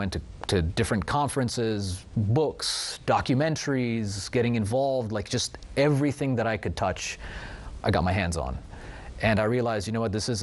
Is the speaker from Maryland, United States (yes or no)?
no; Atlanta, Georgia, United States; we met a guy, and I'm from Atlanta, he was from Atlanta, and we just connected